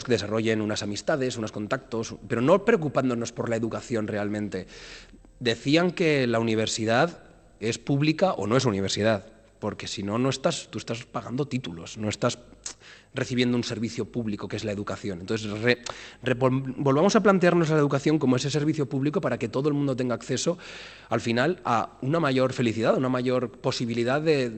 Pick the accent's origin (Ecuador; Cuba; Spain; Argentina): Spain; Graus, Aragon; Y a mí me gustan las fiestas de mi pueblo y a veces salen santos. Y me gustan las fiestas de Graus y hay una tradición también pues, diferente.